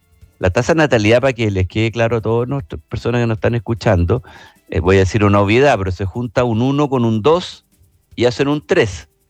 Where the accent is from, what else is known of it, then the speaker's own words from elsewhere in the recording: Chile; si los chilenos no estamos teniendo niños, alguien los tiene que tener